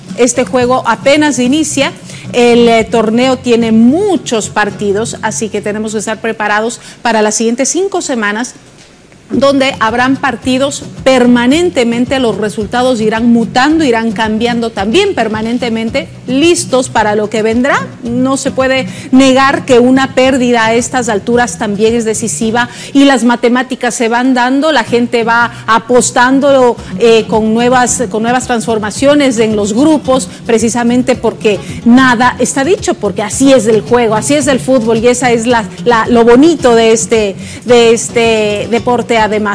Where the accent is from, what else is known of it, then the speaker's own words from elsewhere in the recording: Ecuador; hablo como ecuatoriana